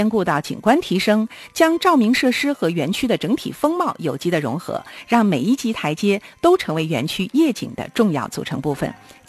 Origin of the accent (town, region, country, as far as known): Harbin, Heilongjiang, China